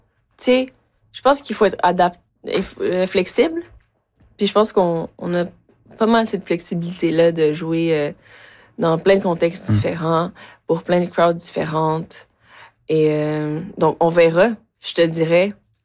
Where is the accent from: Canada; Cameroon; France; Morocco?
Canada; Quebec; born there; French is a second language; also born or lived in Mexico; Je suis née au Mexique. Je suis arrivée au Québec à 9 ans. Je ne parlais pas un mot de français. Je suis allée en classe d'accueil. J'ai fait mon adolescence au Québec.